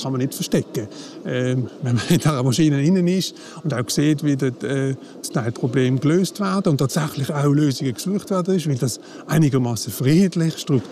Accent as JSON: {"language": "German", "country": "Switzerland"}